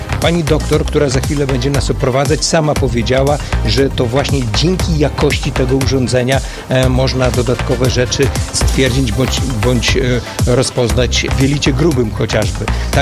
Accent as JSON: {"language": "Polish", "town": "Łomża", "region": "Podlaskie Voivodeship", "country": "Poland", "said": "ja pochodzę z Łomży"}